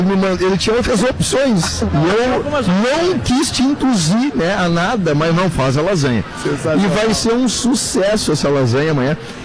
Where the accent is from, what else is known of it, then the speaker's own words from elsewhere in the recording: Rio Grande, Rio Grande do Sul, Brazil; moved away as an adult; now in Pelotas, Brazil; Eu sou natural de Rio Grande